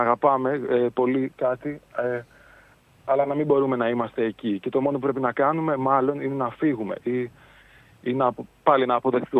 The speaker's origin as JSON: {"language": "Greek", "town": "Athens", "region": "Attica", "country": "Greece", "tie": "born or raised there", "said": "ως Αθηναίος και έχοντας ζήσει όλη μου τη ζωή σε αυτή τη δύσκολη πόλη"}